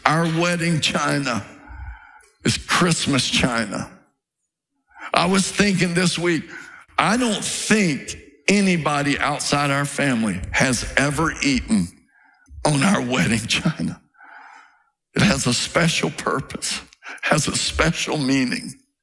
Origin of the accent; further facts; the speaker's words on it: Virginia, United States; The Ramseys growing up in Virginia